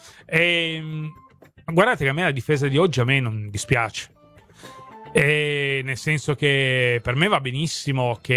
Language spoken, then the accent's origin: Italian; Turin, Piedmont, Italy; io sono di Torino, quindi se voglio vedere la Juve ci metto un quarto d'ora di macchina.